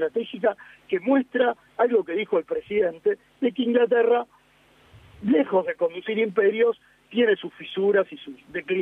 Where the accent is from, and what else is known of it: Argentina